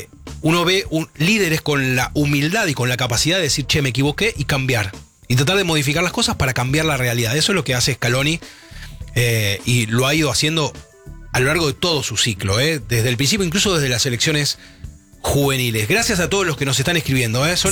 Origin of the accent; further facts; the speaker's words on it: Argentina; los argentinos necesitamos un poco de tranquilidad también